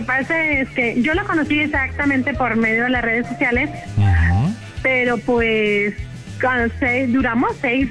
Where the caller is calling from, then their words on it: Monterrey, Nuevo León, Mexico; Sí, soy regia.